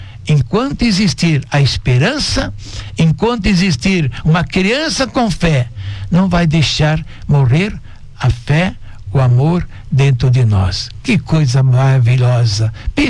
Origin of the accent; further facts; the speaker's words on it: Rio Fortuna, Santa Catarina, Brazil; moved away; Em Rio Fortuna, que eu estive ontem, na minha terra natal, não tem desempregado.